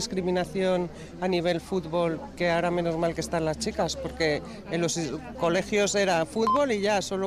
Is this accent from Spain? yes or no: yes; Madrid, Community of Madrid, Spain; moved away as an adult; now in Elciego, Spain; yo vengo de una de Madrid.